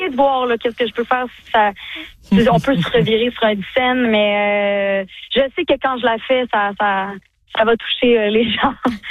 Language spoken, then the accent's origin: French; Bromont, Quebec, Canada; born there; now in Montreal, Canada; En fait, je suis à Sherbrooke. Je suis très excitée d'être là parce que c'est un peu mon patelin. Je viens des cantons de l'Est, fait que j'ai un peu l'impression d'être à la maison.